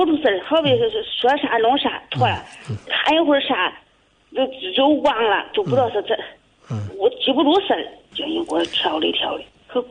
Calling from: Henan, China; 我是河南的。

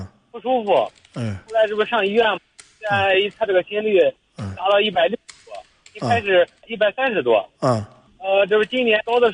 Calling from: Rizhao, Shandong, China; 山东日照。

